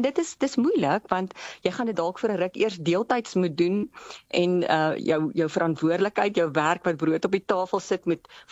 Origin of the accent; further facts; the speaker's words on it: Kameeldrift, Gauteng, South Africa; ek 'n deeltydse beroep aanvaar hier by die gemeente waar ek groot geword het in Kameeldrif.